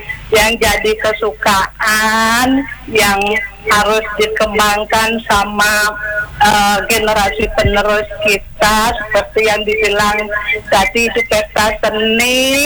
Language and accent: Indonesian; Bangli, Bali, Indonesia; Dari kampung saya di Bangli, keponakan pinter sekali itu.